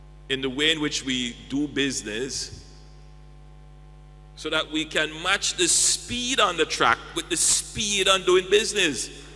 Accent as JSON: {"language": "English", "country": "Jamaica", "said": "Maybe it is just the exceptional ambition being a Jamaican."}